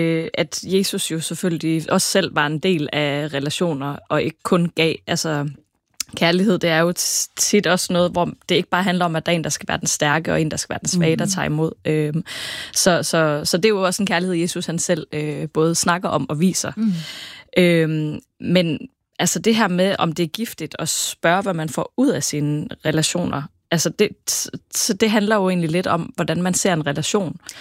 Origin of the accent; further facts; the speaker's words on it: West Jutland, Denmark; Jeg er også fra Vestjylland.